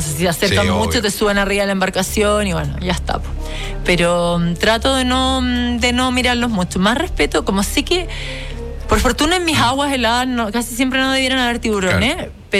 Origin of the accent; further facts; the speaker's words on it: Chile; como chilenos tenemos una relación con Antártica